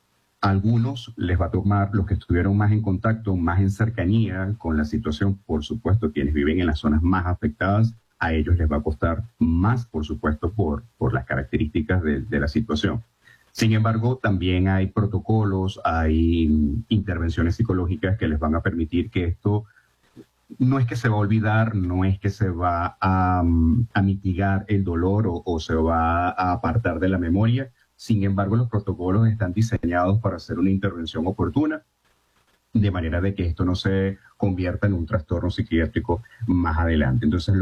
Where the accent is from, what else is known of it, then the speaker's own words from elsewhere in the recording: Venezuela; soy, aparte de ser profesional, por supuesto, soy venezolano, soy humano, y esto me conmueve.